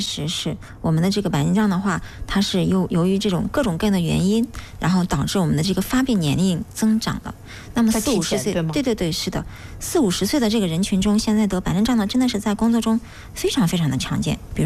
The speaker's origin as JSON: {"language": "Chinese", "town": "Wuhan", "region": "Hubei", "country": "China", "said": "我们武汉人"}